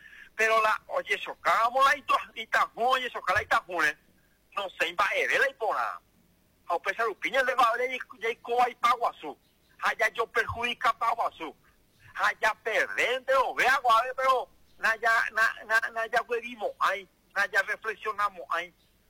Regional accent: Paraguay

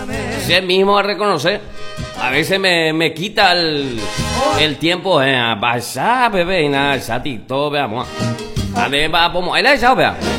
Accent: Paraguay; Soy un paraguayo común y corriente

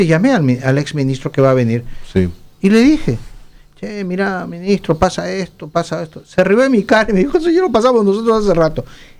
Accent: Peru; Todavía sigo siendo un peruano para muchos.

